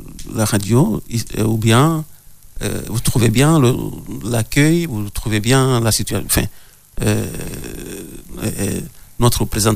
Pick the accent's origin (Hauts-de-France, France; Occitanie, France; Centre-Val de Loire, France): Hauts-de-France, France; Roubaix; Quand on dit ailleurs qu'on vient de Roubaix, oh là là, on vous regarde comme des gens qui viennent de Chicago, de New York, de Californie, quoi.